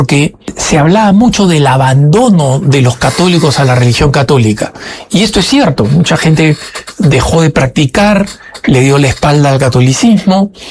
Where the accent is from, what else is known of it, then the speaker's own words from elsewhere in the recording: Peru; born there; also born or lived in Argentina; Yo recibí la nacionalidad española en el momento en que nací, ¿no? Nací en el Perú.